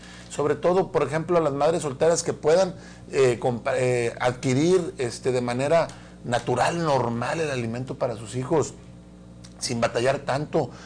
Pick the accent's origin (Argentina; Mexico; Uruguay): Mexico; Ciudad Victoria, Tamaulipas